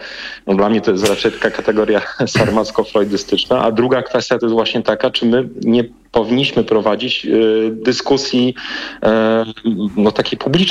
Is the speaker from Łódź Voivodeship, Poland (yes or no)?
no; Toruń, Kuyavian-Pomeranian Voivodeship, Poland; Akurat Toruń jest moim rodzinnym miastem i okolice dosyć znam.